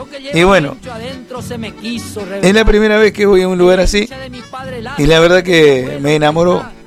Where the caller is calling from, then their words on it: Colonia Belgrano, Santa Fe, Argentina; de Colonia Rural, aquí en Colonia Belgrano, zona rural.